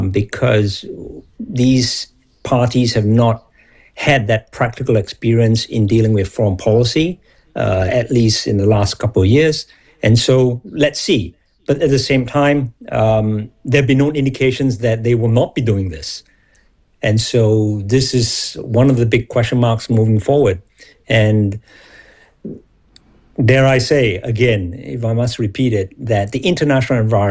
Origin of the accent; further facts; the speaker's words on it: Singapore; moved away as an adult; also born or lived in United States; I'm actually from Singapore, grew up there.